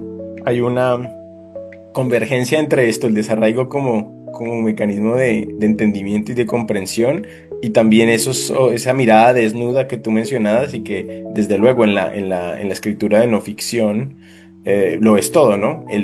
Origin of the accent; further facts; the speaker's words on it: Colombia; también como colombiano, como reportero colombiano